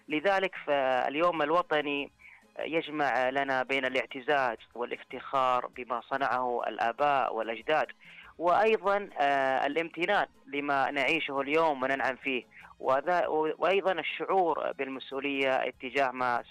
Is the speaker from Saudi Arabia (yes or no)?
yes; Saudi Arabia